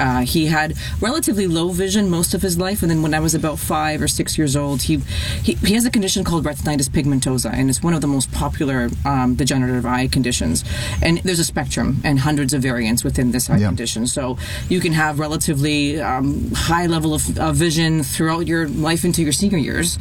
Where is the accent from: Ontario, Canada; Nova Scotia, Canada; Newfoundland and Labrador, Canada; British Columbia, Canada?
Ontario, Canada; Scarborough; I grew up in a wonderful neighborhood called Scarborough in the GTA.